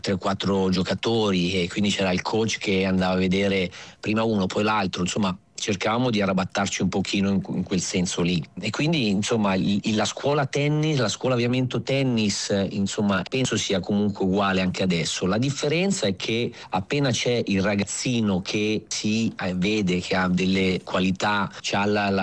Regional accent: Monza, Lombardy, Italy; born or raised there

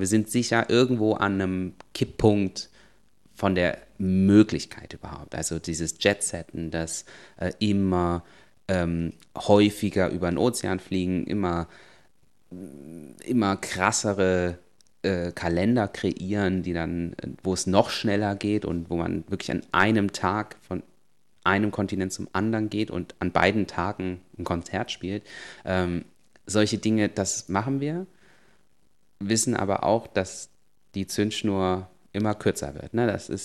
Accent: Germany; born there; Also ich selber, ich bin geboren in Deutschland von einem sogenannten bio-weißen deutschen Vater und einer koreanischen Mutter.

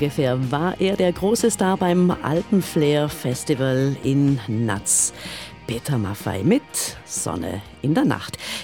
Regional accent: Trentino-Alto Adige, Italy; als gebürtige Unterlandlerin

